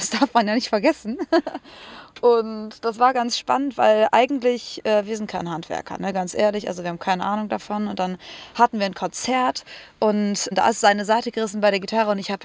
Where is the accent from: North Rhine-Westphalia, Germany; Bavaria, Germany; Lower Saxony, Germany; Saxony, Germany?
North Rhine-Westphalia, Germany; Cologne; Ich komme aus Köln, er kommt aus Flensburg